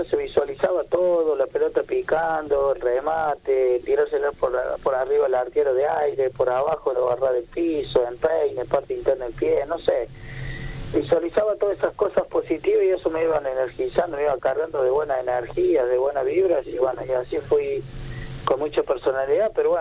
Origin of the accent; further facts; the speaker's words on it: Córdoba, Argentina; moved away as an adult; now in Buenos Aires, Argentina; armé el bolso y salí a Corrientes, salí afuera de Córdoba, hoy me encuentro en Buenos Aires como coordinador general del Club San Miguel en la Primera Nacional